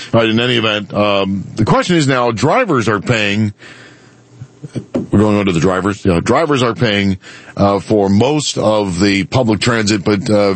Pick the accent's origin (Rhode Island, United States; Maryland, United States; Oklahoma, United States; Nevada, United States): Maryland, United States; also born or lived in Denver, Colorado; I've lived in Maryland for most of my entire life, brief stints in where I was born in Denver, Colorado, when I was in college in Arizona and California for part of my life. But most of my formative years and most of my life I've spent in Maryland.